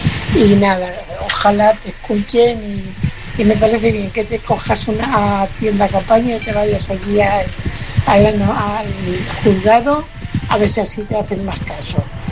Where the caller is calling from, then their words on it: Fuenlabrada, Community of Madrid, Spain; corresponsal de Fuenlabrada.